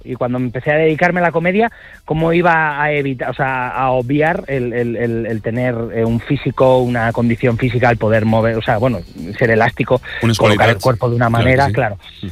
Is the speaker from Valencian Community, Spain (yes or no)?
yes; Alicante, Valencian Community, Spain; ya que yo soy valenciano, soy de Alicante, soy de la mayor Terreta Almón.